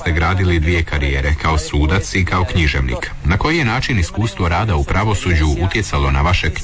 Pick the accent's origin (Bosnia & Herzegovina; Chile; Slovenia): Chile; Punta Arenas, Magallanes; I ja sam iz Punta Arenasa, pa mi je ova tema posebno bliska.